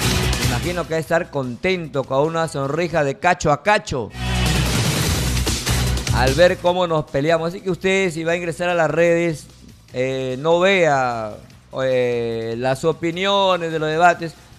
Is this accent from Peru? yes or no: yes; Peru